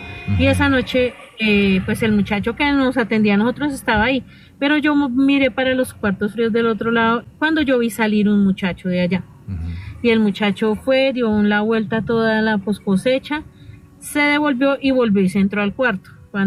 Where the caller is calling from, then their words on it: Bogotá, Colombia; Yo estoy aquí en Bogotá, en Suba. Sí, aquí en Suba.